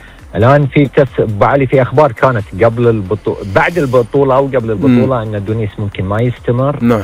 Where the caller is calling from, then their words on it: Al-Ahsa, Eastern Province, Saudi Arabia; والله حتى احنا بعيد علينا ابو علي، يعني المسافة بين الشرقية وجدة حدود 13 إلى 14 ساعة.